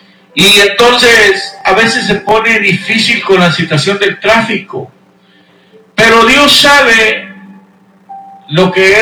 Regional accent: Guatemala; now in Houston, United States; vamos a mandar un cordial saludo hasta Guatemala, mi tierra natal. … viviendo aquí en Houston, Texas

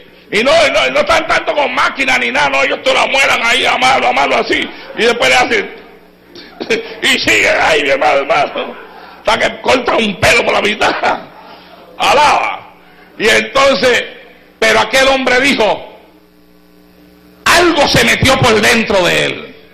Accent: Puerto Rico; moved away; cuando pastoreábamos en Puerto Rico, teníamos un culto de oración en nuestra iglesia allá en Puerto Rico

